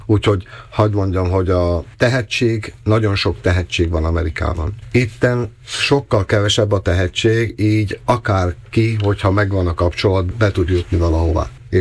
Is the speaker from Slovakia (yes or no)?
yes; Slovakia; De én szlovák is vagyok, tőle apukám a szlovák volt, anyukám magyar, így mind a két én barátság alap megvan bennem.